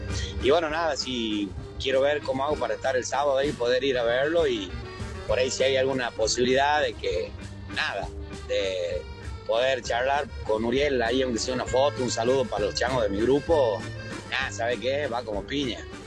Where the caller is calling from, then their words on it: Frías, Santiago del Estero, Argentina; yo soy de allá de Fría.